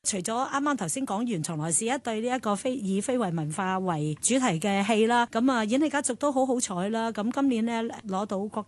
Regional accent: Hong Kong; 我哋香港人又好

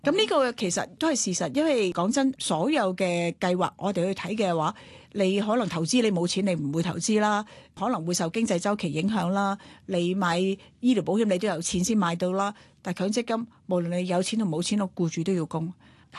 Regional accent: Hong Kong; 我哋香港人

